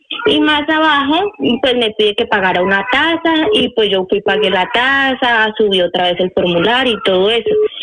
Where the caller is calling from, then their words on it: Madrid, Community of Madrid, Spain; Me comunico desde Madrid.